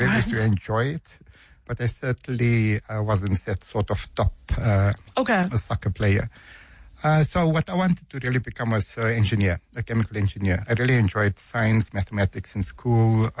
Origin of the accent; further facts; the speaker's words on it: Indonesia; But at the same time, it's quite interesting. In fact, Indonesia at that time was probably much m